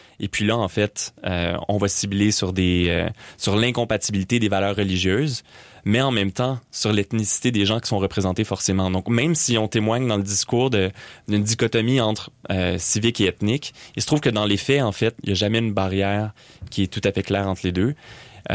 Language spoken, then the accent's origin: French; Quebec, Canada; ça peut nous parler à nous en tant que Québécois